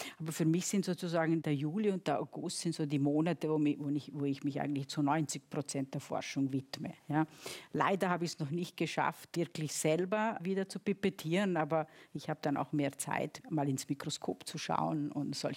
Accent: Italy; Also ich selber bin ja auch Italienerin

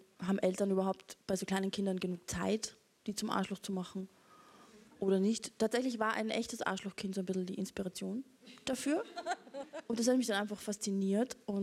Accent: Austria; Wir haben da ein bisschen einen Kulturclash, weil sie ist norddeutsch, ich bin aus Österreich.

